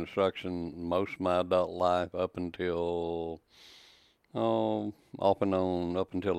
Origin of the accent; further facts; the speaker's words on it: Lubbock, Texas, United States; now in Lake Buchanan area, Central Texas, United States; I'm originally up on the Cap Rock from Lubbock, Texas.